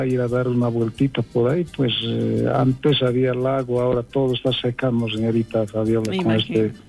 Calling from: Poopó Province, Oruro, Bolivia

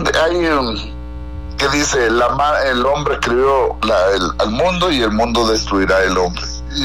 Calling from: Latacunga, Cotopaxi, Ecuador; yo vivo al nororiente de la Tacunga

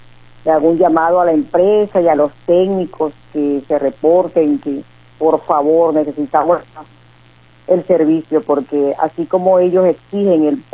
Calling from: Venezuela; de acá de la Francisco de Miranda.

